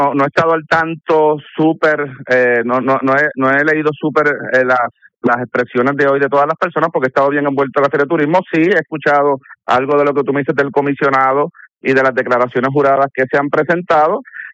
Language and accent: Spanish; Puerto Rico; a las investigaciones que se realicen, como todo puertorriqueño lo va a hacer.